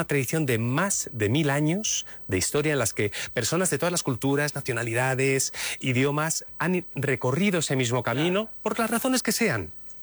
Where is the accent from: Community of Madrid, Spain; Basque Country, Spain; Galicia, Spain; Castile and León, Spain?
Community of Madrid, Spain; Madrid; a mí me hace mucha gracia como madrileño